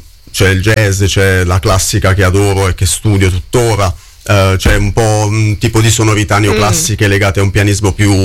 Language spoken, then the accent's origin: Italian; Bari, Apulia, Italy; Sono originario della Puglia. Uh-huh. Quindi Puglia, Di Bari per l'esattezza.